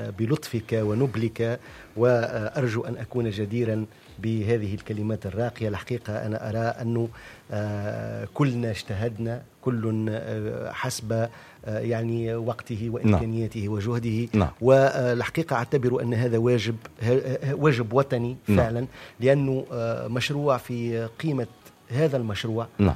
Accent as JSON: {"language": "Arabic", "country": "Tunisia", "said": "فهذا شرف لنا كتونسيين وكمثقفين"}